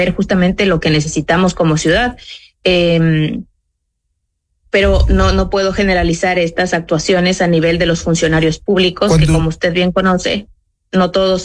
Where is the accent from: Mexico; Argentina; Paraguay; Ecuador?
Ecuador; Quito, Pichincha